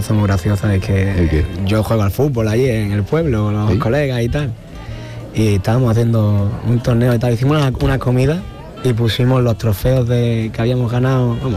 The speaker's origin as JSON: {"language": "Spanish", "town": "Casavieja", "region": "Castile and León", "country": "Spain", "said": "Yo mi pueblo lo quiero un montón, yo soy de Venado Casavieja."}